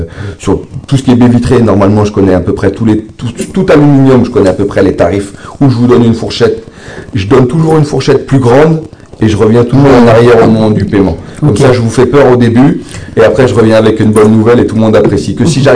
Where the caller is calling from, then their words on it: Païta, South Province, New Caledonia; Je viens de Payta.